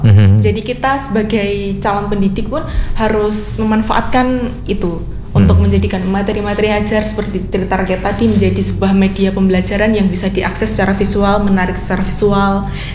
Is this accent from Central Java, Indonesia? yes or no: yes; Boyolali, Central Java, Indonesia; Apalagi saya sendiri berasal dari Boyolali.